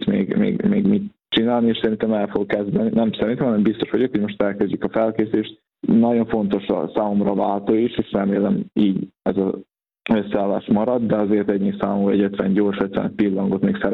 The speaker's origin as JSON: {"language": "Hungarian", "town": "Senta", "region": "Vojvodina", "country": "Serbia", "tie": "born or raised there", "moved": "yes", "lives_now": "Szeged, Hungary", "said": "Vajdaságban Zentán nőttem fel"}